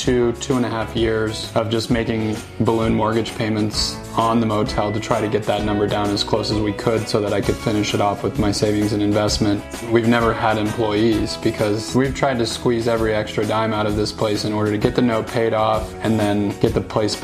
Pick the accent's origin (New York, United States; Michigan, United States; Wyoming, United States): Wyoming, United States; also born or lived in Loveland, Colorado; I grew up right here in Grable, Wyoming.